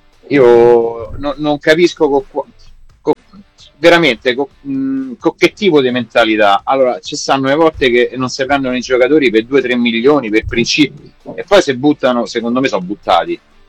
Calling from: Civitavecchia, Lazio, Italy; da Civitavecchia.

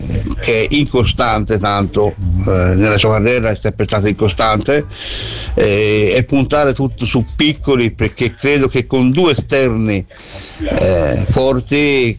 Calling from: Prato, Tuscany, Italy

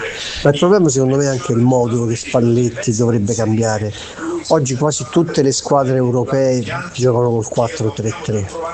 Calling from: Rome, Lazio, Italy

